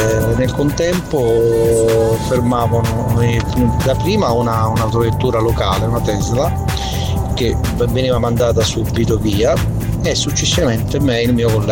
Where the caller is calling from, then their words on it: Santa Teresa di Riva, Sicily, Italy; vengo da Santa Teresa di Riva in provincia di Messina